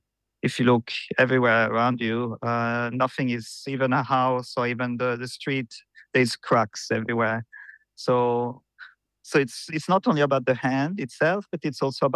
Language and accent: English; Switzerland; moved away; I come from Switzerland originally.